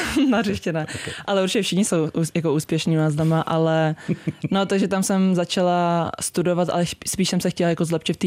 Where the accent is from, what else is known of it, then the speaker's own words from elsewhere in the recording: Prague, Czechia; Jsem z Prahy, takže